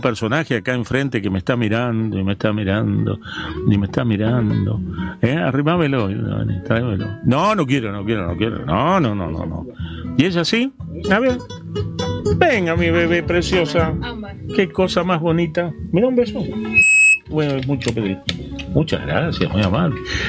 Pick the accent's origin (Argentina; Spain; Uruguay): Argentina; Entre Ríos; now in Buenos Aires, Argentina; En Entel, cuando vine de Entre Ríos aquí a Buenos Aires, entré a trabajar en la empresa Entel, en Ciudadela